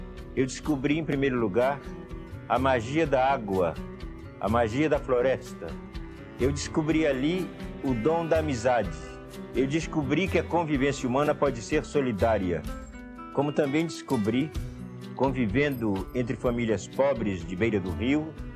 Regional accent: Manaus, Amazonas, Brazil; Ainda muito pequeno, meus pais se mudaram para Manaus. Eu fiz o meu curso primário e o curso ginasial na cidade de Manaus, num tempo em que Manaus ainda tinha cheiro de floresta.

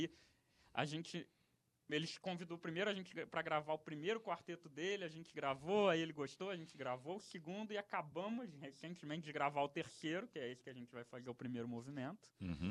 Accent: Brazil; a gente, como brasileiro

